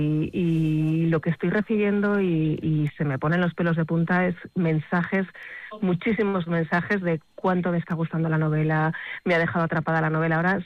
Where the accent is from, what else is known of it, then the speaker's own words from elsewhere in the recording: Pamplona, Navarre, Spain; un homenaje a mi tierra, a Navarra, a mi ciudad, también Pamplona